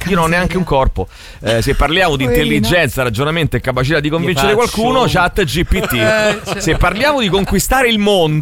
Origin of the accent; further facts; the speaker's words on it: Rome, Lazio, Italy; now in Marche, Italy; io che sono romano ma vivo 20 anni nelle Marche, poi devo tornare a vivere a Roma?